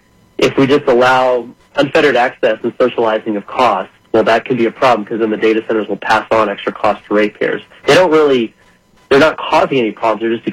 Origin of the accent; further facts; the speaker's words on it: Midland, Texas, United States; West Texas, where I grew up in Midland.